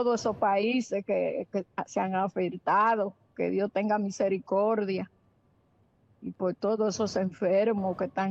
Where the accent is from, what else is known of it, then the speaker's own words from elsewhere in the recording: Bejuco Alambre, Santo Domingo, Dominican Republic; la de Santo Domingo